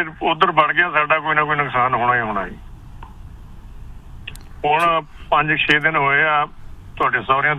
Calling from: Punjab, India; ਮੈਂ ਉਰਲੇ ਪੰਜਾਬ ਤੋਂ ਹਾਂ

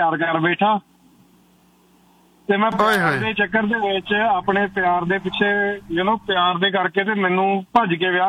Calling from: Gurdaspur district, Punjab, India; ਮੈਂ ਗੁਰਦਾਸਪੁਰ ਜ਼ਿਲ੍ਹੇ ਤੋਂ ਬਿਲੋਂਗ ਕਰਦਾ ਜੀ।

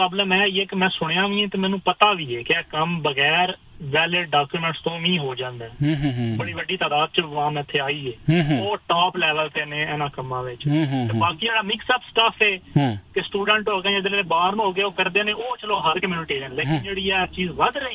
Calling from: Australia; ਮੈਂ ਜੀ ਆਸਟ੍ਰੇਲੀਆ ਤੋਂ

